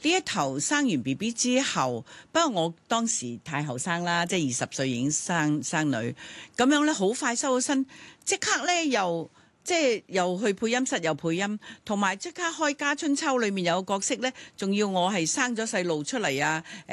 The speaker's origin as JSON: {"language": "Cantonese", "country": "Hong Kong", "tie": "born there", "also_born_or_lived": "Guangzhou, China", "said": "在广州的时候我在广州出世长大。但是一到8岁落到香港"}